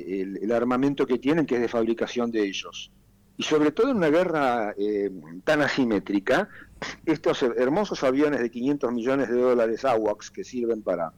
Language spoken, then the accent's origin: Spanish; Argentina